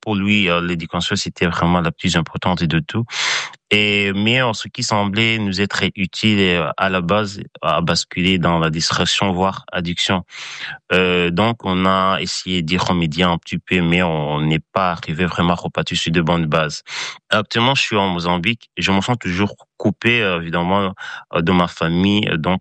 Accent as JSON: {"language": "French", "country": "Burundi", "said": "j'ai 29 ans, je suis burundais."}